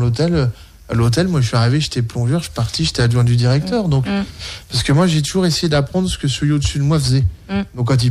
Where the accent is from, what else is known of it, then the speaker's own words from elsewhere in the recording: Champ-le-Bœuf, Grand Est, France; moi j'ai grandi au Champ de Bœuf, donc c'est chez moi.